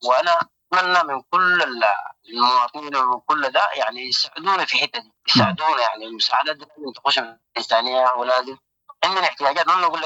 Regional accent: Sudan

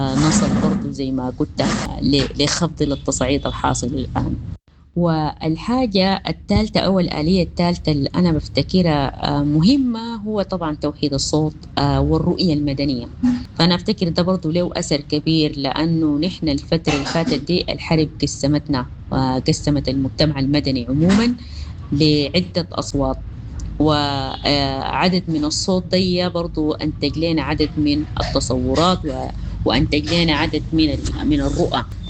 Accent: Sudan; نحن كسودانيين

